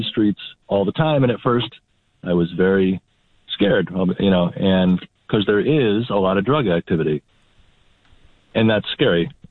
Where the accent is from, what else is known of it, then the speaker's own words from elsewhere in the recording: Pittsburgh, Pennsylvania, United States; now in Rochester, United States; I grew up in Pittsburgh, and I stick out like a sore thumb.